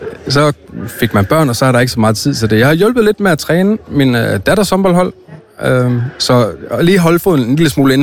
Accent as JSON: {"language": "Danish", "region": "Central Denmark Region", "country": "Denmark", "said": "alle sammen i lokalforeninger i Bording Ikast, hvor jeg kommer fra."}